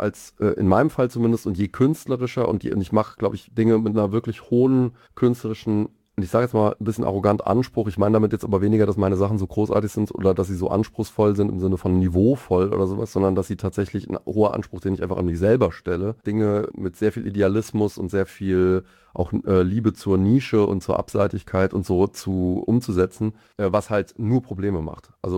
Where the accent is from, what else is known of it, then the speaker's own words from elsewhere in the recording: Mainz, Rhineland-Palatinate, Germany; moved away as an adult; now in Mannheim, Germany; Ich bin Mainzer eigentlich und bin halt vor jetzt bald 20, also 2008, na gut, noch nicht ganz 20 Jahre, aber geht auf die 20 Jahre halt zum Studieren dann eben an die Popakademie gekommen.